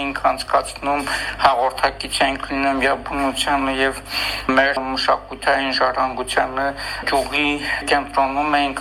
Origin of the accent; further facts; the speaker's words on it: Askeran, Nagorno-Karabakh, Azerbaijan; Մանկությունս անցել է Դարավ գյուղում, Ասկերան քաղաքում։ Մեր գյուղում բազմաթիվ պատմամշակութային հուշարձաններ կան